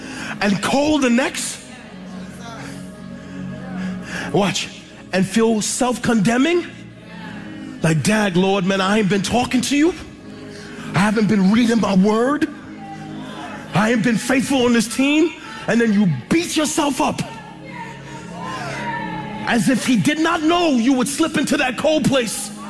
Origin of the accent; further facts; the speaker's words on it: New York, United States; I'm from New York, so we keep that head on a swizzle.